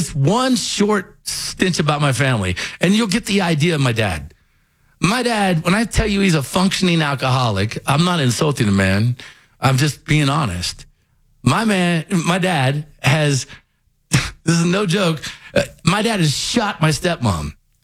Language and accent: English; Winchester, Kentucky, United States; moved away; I grew up in Winchester, Kentucky